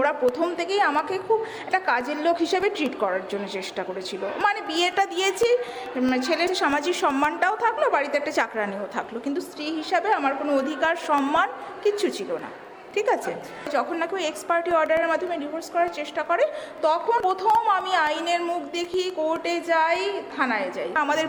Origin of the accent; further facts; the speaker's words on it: Assam, India; moved away as an adult; now in Kolkata, India; আমি অ্যাকচুয়ালি আসামের মেয়ে, বিবাহ সূত্রে আমি এখানে আসি।